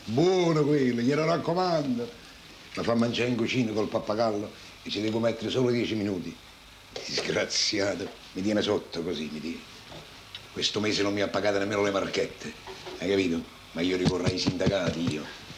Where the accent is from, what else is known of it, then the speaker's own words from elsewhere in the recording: Naples, Campania, Italy; Dove sono nato? E dove tu la mia prima giovinezza l'ho passata lì.